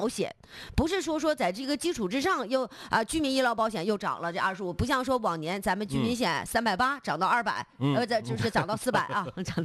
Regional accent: Northeast China, China; 一到咱下半年吧，咱们东北这边缴费就开始多了

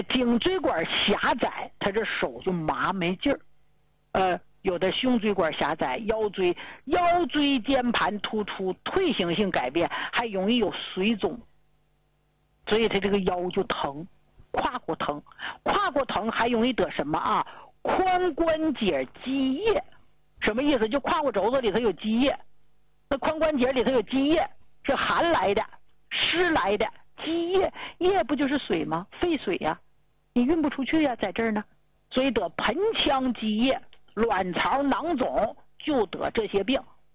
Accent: Northeast China, China; 咱们东北人都知道吧，泡的胀得乎的

